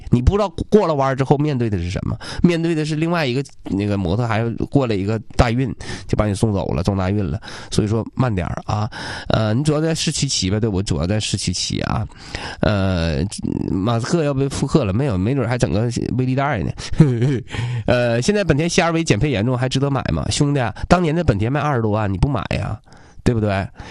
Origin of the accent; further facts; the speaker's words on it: China; 我们中国人